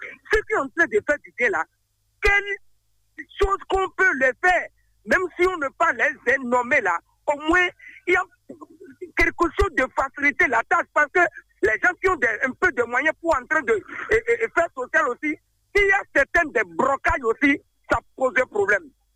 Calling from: Benin; Je vous appelle depuis Diguet.

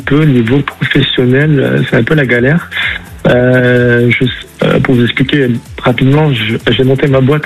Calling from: Occitanie, France; Je suis à côté de Montpellier.

